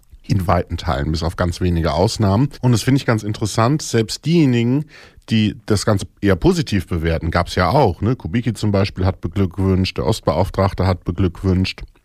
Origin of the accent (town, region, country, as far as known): Thuringia, Germany